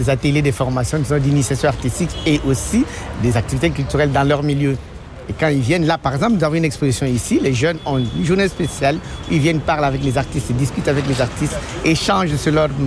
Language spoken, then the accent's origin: French; Mbanza-Ngungu, Kongo Central, DR Congo; moved away; Parce que moi, j'aime le village. Quel village? Je suis en Banzangungu.